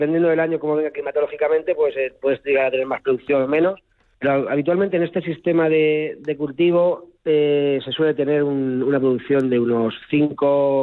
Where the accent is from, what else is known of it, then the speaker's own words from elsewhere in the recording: Alcázar de San Juan, Castilla-La Mancha, Spain; Bueno, nosotros somos, el origen somos de Alcázar de San Juan, la familia, la finca también está en el término de Alcázar de San Juan